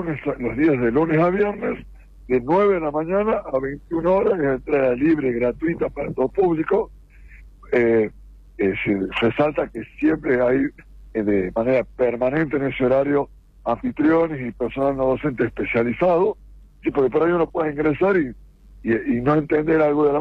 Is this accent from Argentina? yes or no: yes; La Rioja, Argentina